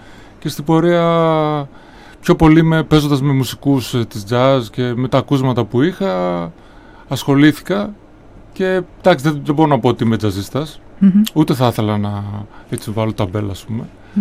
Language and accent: Greek; Giannitsa, Central Macedonia, Greece; moved away; Μεγάλωσα στα Γιαννιτσά και το πατρικό μου βρίσκεται πολύ κοντά στη φιλαρμονική του Δήμου Γιαννιτσών.